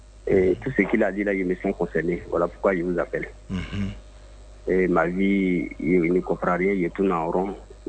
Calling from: Abidjan, Côte d’Ivoire; Je vis à Yopougon, Yesco.

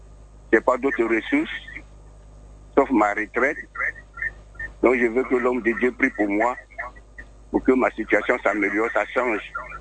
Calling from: Abidjan, Côte d’Ivoire; Oui, je l'appelle de Yopougon.

